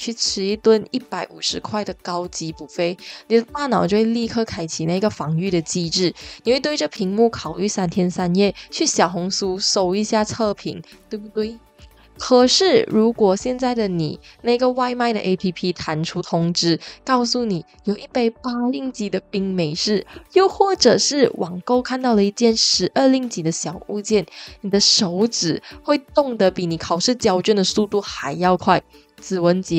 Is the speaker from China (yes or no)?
no; Malaysia; 而是我们大马人每个人都挂在嘴边最常讲的4个字，来都来了。